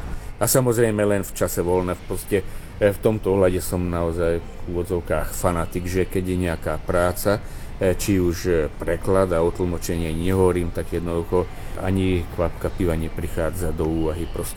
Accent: Bratislava, Bratislava Region, Slovakia; moved away as an adult; also born or lived in southern Slovakia; now in Budapest, Hungary; tak je to moje rodné mesto a ak mám v živote na niečo šťastie, tak na Bratislavu áno, že aj keď som sa teda oficiálne dávno odtiaľ odsťahoval

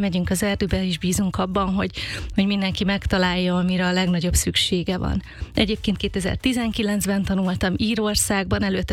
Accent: Eastern Hungary, Hungary; Hú, nagyon sok felől, mi sokat költöztünk, de alapvetően azért az alföldi régióhoz, Kelet-Magyarországhoz kötöm magam.

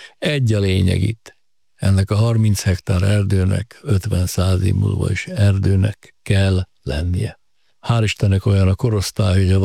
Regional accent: Zagyvaróna, Nógrád, Hungary; Egy szerencsém volt, én Zagyvaróna, Rónabányán nőttem föl, az ottani erdők olyan nyomot hagytak bennem, hogy egy életre szólott.

